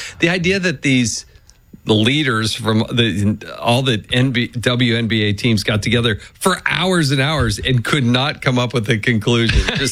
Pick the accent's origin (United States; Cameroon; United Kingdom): Cameroon; I say, hey, do I get a discount? I'm from Cameroon.